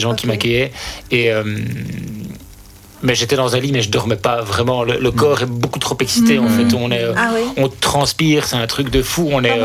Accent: Brussels, Brussels-Capital Region, Belgium; Je suis bruxellois à la base. Je suis bruxellois à la base.

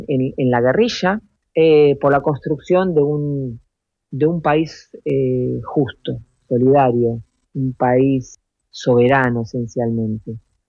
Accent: Argentina; Buenos días … soy argentina. En este momento estoy trayendo acá a Europa y en este caso a Bruselas.

